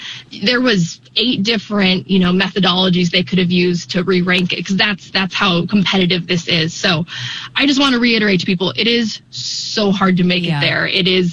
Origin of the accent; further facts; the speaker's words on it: Tucson, Arizona, United States; I am back in my hometown in Tucson, Arizona